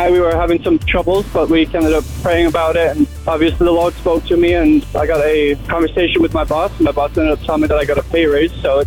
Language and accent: English; England, United Kingdom; moved away as an adult; I'm from originally from England. I've been here 12 years.